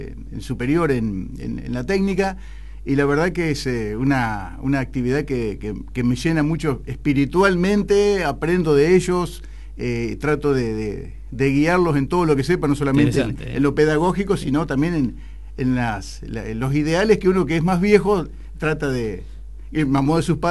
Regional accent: General Villegas, Buenos Aires Province, Argentina; mi lugar en el mundo, que es mi pueblo, General Villegas.

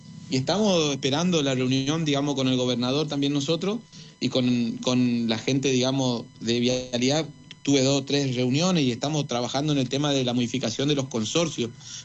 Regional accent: Corrientes, Argentina; Nosotros somos gauchos. Nosotros somos gente de Alpargata que trabajamos todos los días para que cambie nuestra provincia

